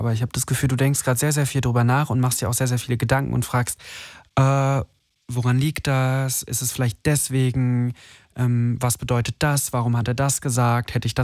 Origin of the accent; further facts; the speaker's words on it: Berlin, Germany; Ah ja, ich komme auch aus Berlin.